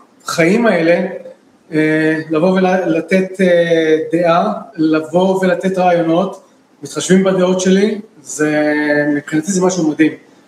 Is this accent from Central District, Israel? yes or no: yes; Netanya, Central District, Israel; מנתניה, לא נעריה.